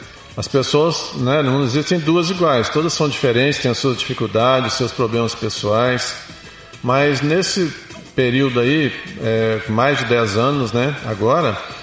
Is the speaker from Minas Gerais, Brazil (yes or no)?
yes; Belo Horizonte, Minas Gerais, Brazil; now in Paraná, Brazil; Sou mineiro de Belo Horizonte, mas eu vivo há mais de 32 anos no Paraná